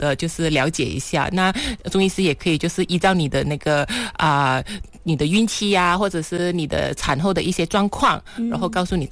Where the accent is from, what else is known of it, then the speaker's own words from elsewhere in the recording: Malaysia; 那我们马来西亚这边其实是比较偏向于南方的习俗，尤其是广东那一带的